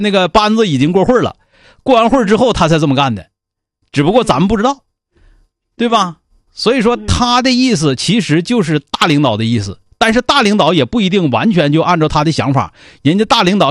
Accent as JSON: {"language": "Chinese", "region": "Northeast China", "country": "China", "said": "咱们东北足吃足喝，不受那气啊"}